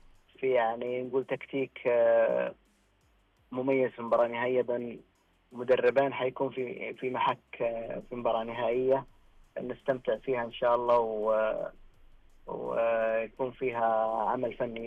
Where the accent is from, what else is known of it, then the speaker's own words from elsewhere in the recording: Saudi Arabia; عندنا في السعوديه